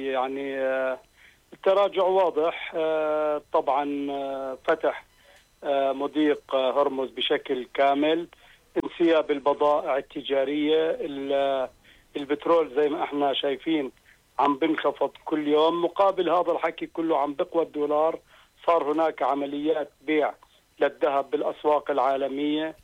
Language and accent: Arabic; Jordan; موسم الأفراح والمناسبات عندنا بالأردن